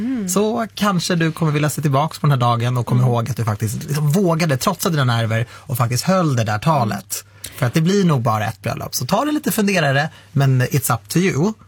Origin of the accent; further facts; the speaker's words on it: Iran; Ja, jag är ju iranier.